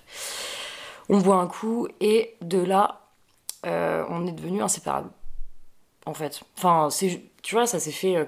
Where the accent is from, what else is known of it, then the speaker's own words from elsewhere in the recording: Saint-Brieuc, Brittany, France; moved away; moi je suis bretonne, je viens de Saint-Brieuc.